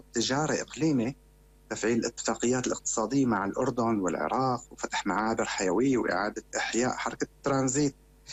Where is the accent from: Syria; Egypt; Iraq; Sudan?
Syria; احنا كسوريين نستفيد منه